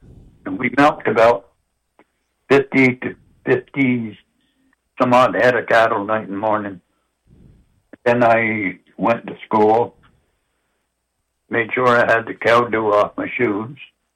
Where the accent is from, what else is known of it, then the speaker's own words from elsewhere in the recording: Fairfield, Vermont, United States; also born or lived in Enosburg Falls, Vermont / St. Albans, Vermont; And when I was two, my dad moved over to Fairfield on what is called the Sherman Farm Road and the Sherman Farm, where they shared farmed. They did that back then. My dad did that for a few years. I grew up there. I was 12